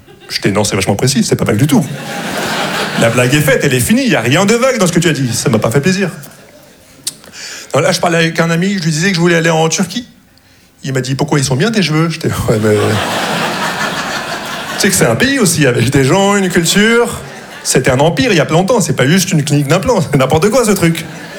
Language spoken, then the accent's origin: French; Casablanca, Casablanca-Settat, Morocco; Non, j'ai l'impression d'être un arabe undercover. Je viens de Casablanca, et je parle comme si je venais du 16e.